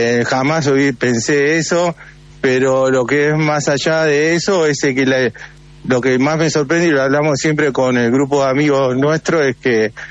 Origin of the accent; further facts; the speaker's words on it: Buenos Aires, Argentina; somos del barrio de Matadero, somos del barrio